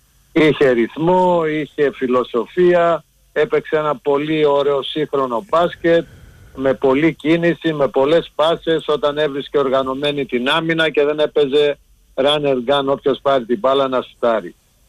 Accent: Greece

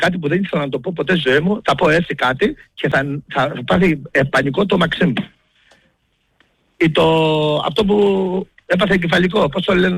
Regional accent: Greece; Μόνο που είμαι Έλληνας πατριώτης έχουν πρόβλημα γιατί μιλώ.

